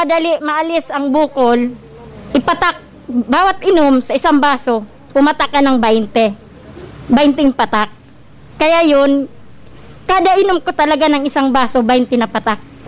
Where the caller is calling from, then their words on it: Bulan, Bicol Region, Philippines; ng Barangay Enroque, Bulan, Sorsogon po.